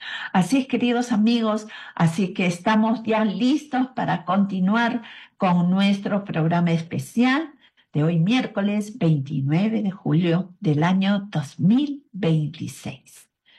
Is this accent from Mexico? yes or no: no; Peru